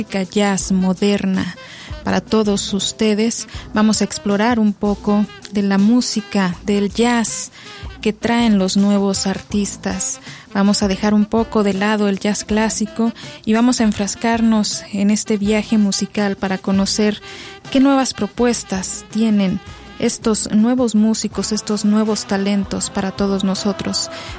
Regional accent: Mexico; para nosotros como mexicanos

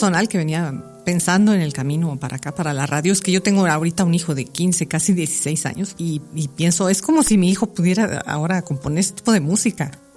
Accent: Mexico City, Mexico; born there; saludos a la querida Ciudad de México, de donde yo nací.

